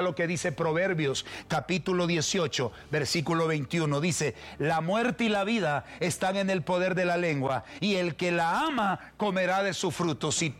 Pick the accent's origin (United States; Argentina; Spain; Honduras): Honduras; Tegucigalpa, Francisco Morazán; now in San Pedro Sula, Honduras; Soy de Tegucigalpa, aunque vivo en San Pedro Sula. Vengo del reparto por arriba, la Guillén.